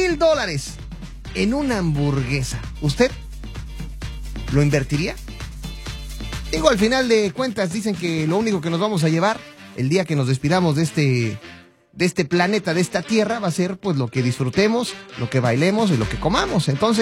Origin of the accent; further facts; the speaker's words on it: Mexico; now in United States; Yo cuando vine de México, en México te decían, bueno, es hamburguesa de carne o de pollo.